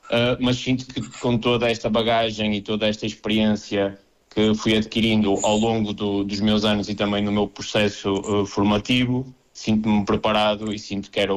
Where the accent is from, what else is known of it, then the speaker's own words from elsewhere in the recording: Braga, Portugal; na Associação de Futebol de Braga, de onde eu sou natural